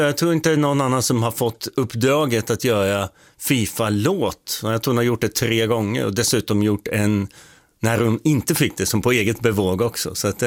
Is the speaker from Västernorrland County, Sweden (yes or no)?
no; Åtvidaberg, Östergötland, Sweden; Jag är från Åtvidaberg, så jag är från Götaland.